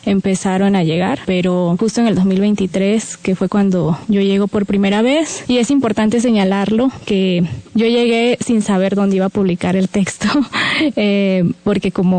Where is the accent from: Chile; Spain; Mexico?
Mexico; Tabasco; soy de Tabasco